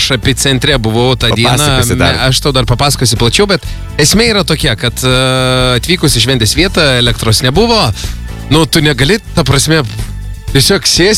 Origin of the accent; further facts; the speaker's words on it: Klaipėda, Klaipėda County, Lithuania; Bet žinai kas, vat man kaip tik, kaip klaipėdiečiai, buvo labai pikta.